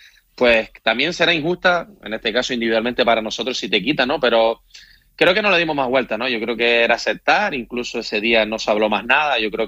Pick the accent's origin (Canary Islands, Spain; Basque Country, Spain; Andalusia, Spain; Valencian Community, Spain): Canary Islands, Spain; como canario y como habitante de la isla